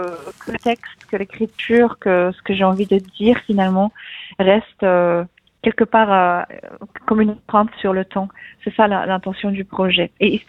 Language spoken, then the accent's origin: French; Poland; first language Polish; French is a second language; moved away; je ne parle pas dans ma langue d'origine. Parce que je pense que si j'étais en Pologne et que je devais parler de tout ça en polonais, ça serait peut-être un poil plus difficile.